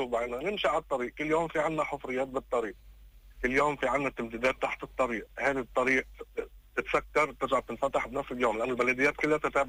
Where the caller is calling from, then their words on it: Shebaa, Nabatieh Governorate, Lebanon; انا من ضيعة شبعة.